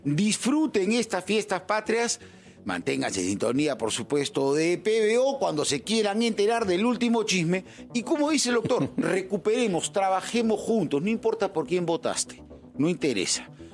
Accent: Peru; que los peruanos empezamos a creer en el futuro nuevamente

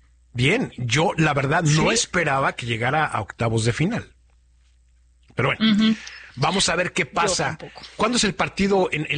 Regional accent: Mexico; moved away; como mexicano viviendo en el extranjero

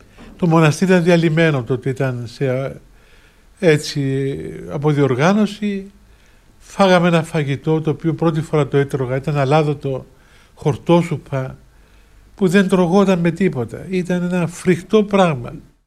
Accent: Limassol, Limassol District, Cyprus; moved away; Είμαι από τη Λεμεσό, είμαι διάκονος.

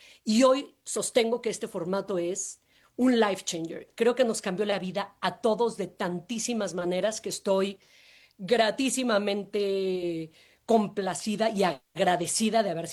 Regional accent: Mexico; Somos mexicanos.

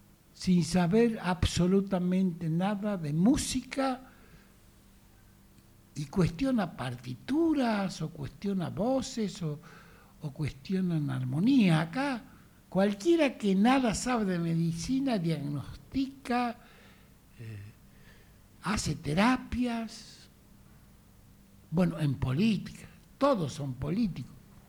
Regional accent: Argentina; nuestro pueblo, el pueblo argentino

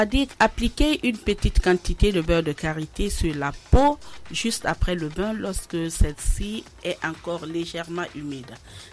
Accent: Guinea; chez nous, à Cancan surtout.

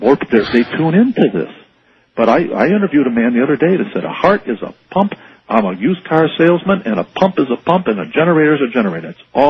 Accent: Hawaii, United States; speaking as Hawaiian and as a doctor

